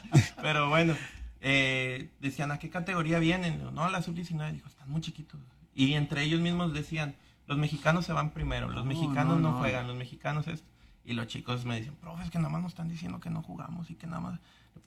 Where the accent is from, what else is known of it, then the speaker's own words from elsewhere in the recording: Mexico; Yo creo que fue, y se lo platico rápido, fue más que nada el orgullo como mexicano